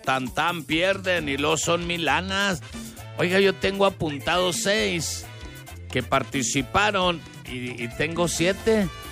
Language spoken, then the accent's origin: Spanish; Delicias, Chihuahua, Mexico; Los que somos más carajos somos los de Delicias. Somos más novieros